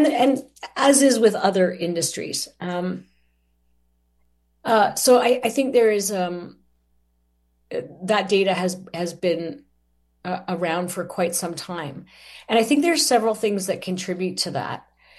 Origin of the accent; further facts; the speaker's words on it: Canada; As much as we like to think here in Canada that, you know, well, we're Canadian